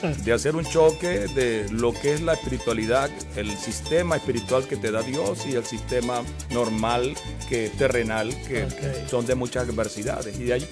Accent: Pueblo Nuevo de la Sierra, Falcón, Venezuela; moved away; Saludos a esa población desde allá, desde Pueblo Nuevo de la Sierra.

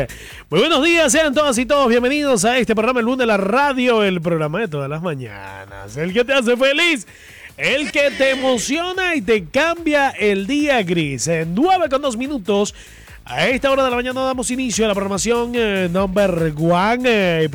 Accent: Apure, Venezuela; Más o menos así nos escuchamos nosotros allá en Apure.

